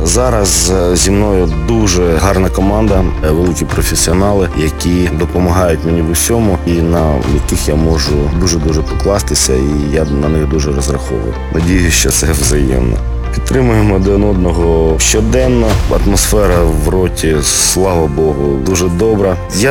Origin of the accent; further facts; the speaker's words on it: Lubny, Poltava Oblast, Ukraine; now in Vasylkiv, Ukraine; Проживаю я в місті Васильків, родом я з Полтавщини, місто Лубни.